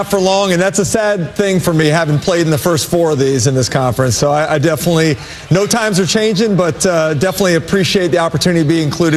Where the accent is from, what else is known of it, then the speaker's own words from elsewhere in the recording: Florida, United States; You know how much this conference means to me and growing up around Florida and this league in general